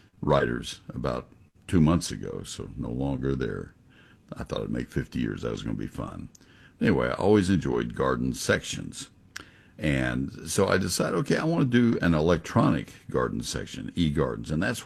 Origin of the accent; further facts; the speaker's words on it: College Station, Texas, United States; When I grew up in College Station, we took the Houston Post, and I read Maydell Flagg's garden section.